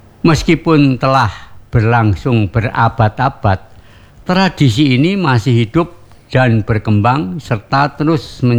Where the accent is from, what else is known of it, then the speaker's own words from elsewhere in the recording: Java, Indonesia; born there; moved away; also born or lived in Yogyakarta / Surakarta; pada waktu kecil kami masih di Jogja atau masih di Solo